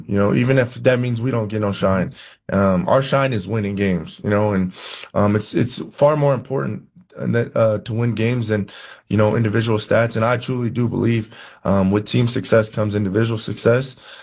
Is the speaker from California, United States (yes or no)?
yes; California, United States; I grew up in California